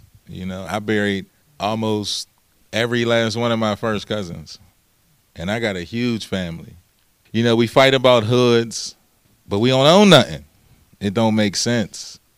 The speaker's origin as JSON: {"language": "English", "town": "Pittsburgh", "region": "Pennsylvania", "country": "United States", "tie": "born or raised there", "also_born_or_lived": "Wilkinsburg / Homewood / Penn Hills", "said": "So I grew up there as well. And then my dad moved to Wilkinsburg. After a while, I moved and lived with him. So you could just technically say that I'm from the east side of Pittsburgh."}